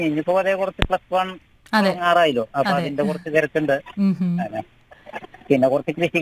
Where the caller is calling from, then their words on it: Thrissur, Kerala, India; ഞാൻ തൃശ്ശൂർ തന്നെ കിഴക്കേ വെള്ളാനിക്കരുന്ന്